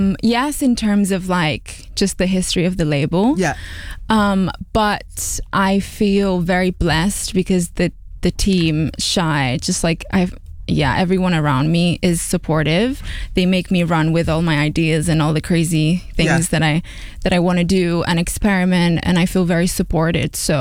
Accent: London, United Kingdom; And so I feel like I've been shaped through the experience of growing up in London and then being around musicians and artists and playing music and going out.

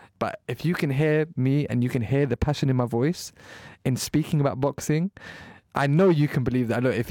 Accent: Pakistan; And being blind, being a Pakistani brown man, at first I was considered vulnerable.

